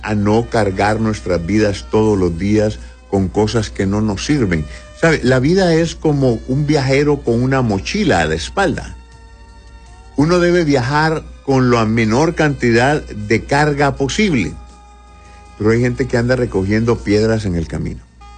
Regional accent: Honduras; Nosotros los hondureños tenemos algunos modismos del lenguaje.

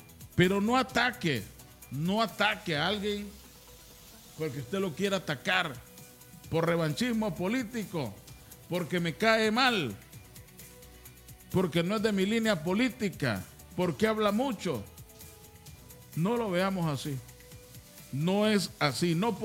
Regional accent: Olanchito, Yoro, Honduras; aquí vivimos, aquí nacimos, aquí crecimos y muchos aquí vamos a morir.

